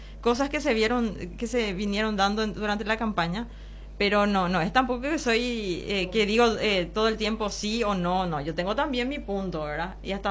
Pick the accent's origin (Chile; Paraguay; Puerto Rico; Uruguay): Paraguay; Coronel Oviedo, Caaguazú; somos de Coronel Oviedo, la ciudad es chica